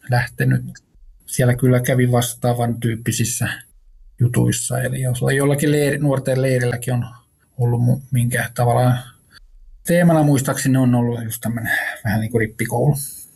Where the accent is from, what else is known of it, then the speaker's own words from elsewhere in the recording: Pori, Satakunta, Finland; moved away; mä oon ikä on reilu 50-52 vuotta ja olen syntynyt Porissa, mistä on ollut pois yli 30 vuotta, mutta nyt sitten palannut juurilleni ja täällä on Porissa paljon sukua ja, tai Satakunnassa enemmänkin ja Porissakin vielä jonkun verran sukua